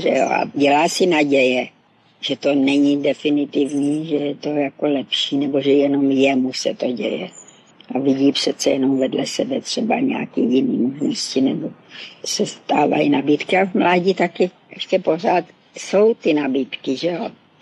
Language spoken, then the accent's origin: Czech; Moravia, Czechia; now in Prague, Czechia